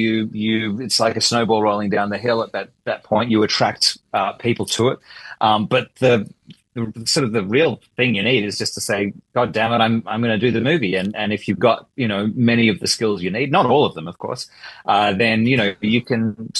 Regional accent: Melbourne, Victoria, Australia; now in Sydney, Australia; I started making short films growing up in Melbourne, became part of the Melbourne Super 8 group.

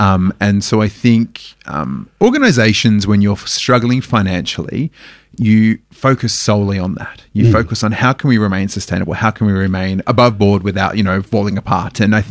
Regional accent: Perth, Western Australia, Australia; I'm originally from Perth.

